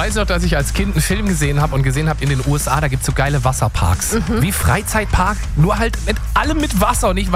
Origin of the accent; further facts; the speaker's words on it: Heilbronn district, Baden-Württemberg, Germany; Ich bin ja aufgewachsen im Kreis Heilbronn.